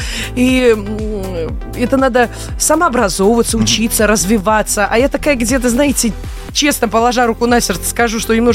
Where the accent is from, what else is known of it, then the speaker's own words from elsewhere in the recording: Vitebsk, Vitebsk Region, Belarus; also born or lived in Orsha; я по распределению, в Витебске я училась, я сама родом из Витебска, а по распределению я попала в Оршу.